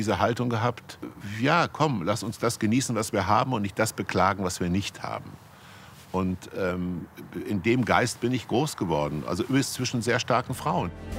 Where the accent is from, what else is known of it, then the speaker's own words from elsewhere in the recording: Kassel, Hesse, Germany; Ich bin auch mit 16 schon nach Frankfurt getrampt von Kassel, wo ich aufgewachsen bin, um